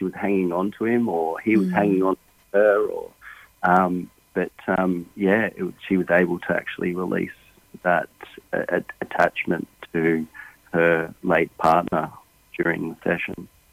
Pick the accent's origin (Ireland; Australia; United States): Australia; I guess you can draw from being an Australian